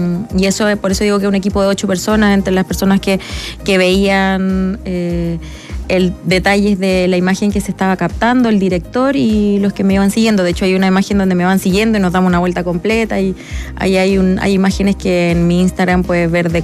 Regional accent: Norte Grande, Chile; Yo soy nortina, no soy norteña, porque muchas veces he escuchado que la gente dice, no, la gente norteña. No, soy nortina

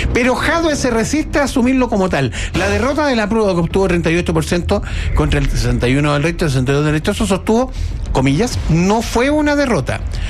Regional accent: Chile

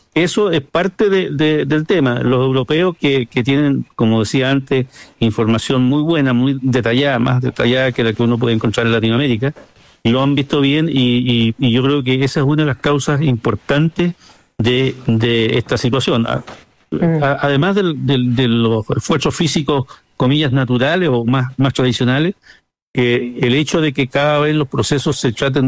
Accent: Concepción, Biobío, Chile; Yo soy penquista, esta historia es en Concepción

